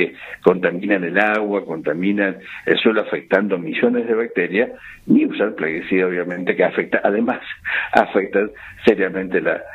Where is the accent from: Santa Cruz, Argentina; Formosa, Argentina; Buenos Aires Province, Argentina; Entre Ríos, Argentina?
Buenos Aires Province, Argentina; Marcos Paz; lo veo acá en mi pueblo Marcos Paz